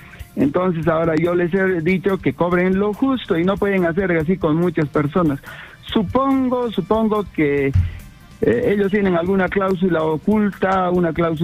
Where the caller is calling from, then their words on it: Cusco, Peru; Le estoy llamando desde Cusco